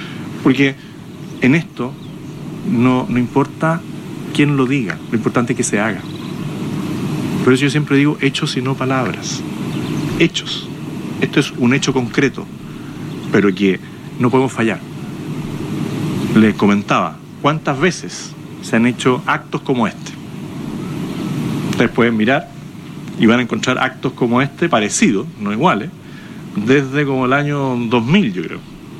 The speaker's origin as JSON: {"language": "Spanish", "country": "Chile"}